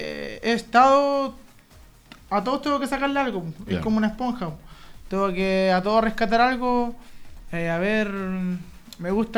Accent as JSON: {"language": "Spanish", "town": "Concepción", "region": "Biobío", "country": "Chile", "also_born_or_lived": "Santiago", "moved": "yes", "said": "yo soy de Concepción, soy de ahí"}